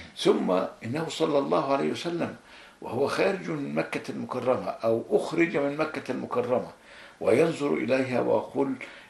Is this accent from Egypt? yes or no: yes; Egypt; أنا لم أجد تعارض أبدا ما بين كوني مصري وكوني مسلم وبين كوني أدافع عن هذا البلد